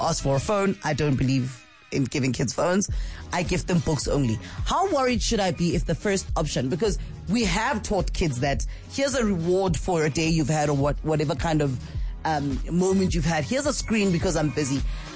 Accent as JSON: {"language": "English", "town": "Soweto", "region": "Gauteng", "country": "South Africa", "tie": "born or raised there", "said": "Because I know growing up in Soweto, there were libraries in every area."}